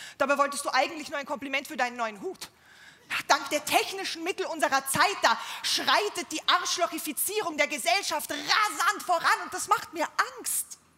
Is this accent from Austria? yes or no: yes; Vienna, Austria; Ich komme aus Wien. Ich weiß, das hört man urnicht. Naja, für österreichische Ohren, da rede ich doch sehr deutsch. Also Hochdeutsch.